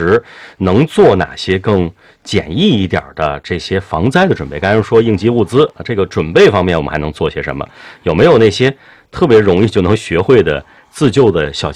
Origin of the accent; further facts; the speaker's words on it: Tianjin, China; 其实我们天津人最爱去的就是我们本地，就是蓟州区啊